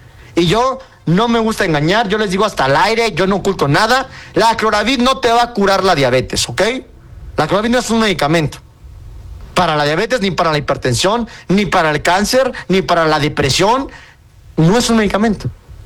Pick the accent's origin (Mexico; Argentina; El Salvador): Mexico; Toluca, State of Mexico; Inicia con 722, porque acuérdense que yo soy de México, de Toluca.